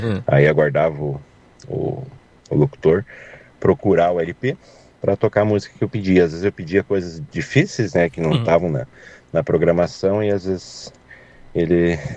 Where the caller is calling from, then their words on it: Mafra, Santa Catarina, Brazil; sou aqui de Mafra.